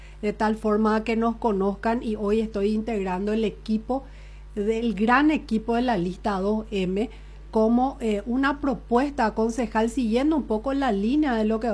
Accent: Coronel Oviedo, Caaguazú, Paraguay; soy una ovetense que quiere el bien para todos los ovetenses.

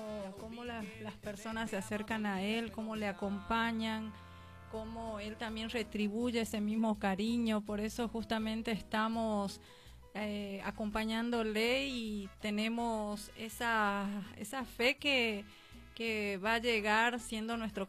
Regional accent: Argentina; now in Paraguay; Ser colorado, yo vengo justamente, soy argentina

